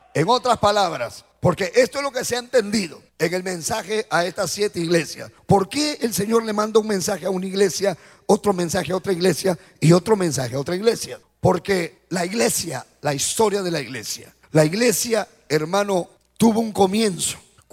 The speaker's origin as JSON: {"language": "Spanish", "town": "Chiclayo", "region": "Lambayeque", "country": "Peru", "said": "Nosotros somos los peruanos, porque nacimos en Perú. Y aún estando en Perú, nosotros somos chiclayanos, porque somos de la ciudad de Chiclayo."}